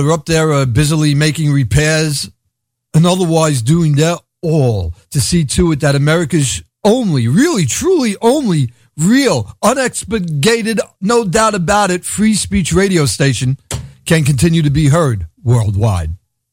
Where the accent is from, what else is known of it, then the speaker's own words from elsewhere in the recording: New York City, New York, United States; accent: Brooklyn; my English language skills are unique and different, and my Brooklyn accent is a given